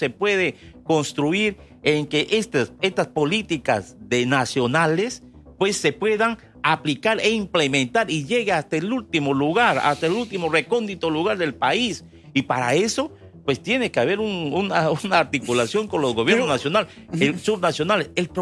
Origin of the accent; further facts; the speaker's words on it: Peru; Y hemos tenido que soportar como peruanos.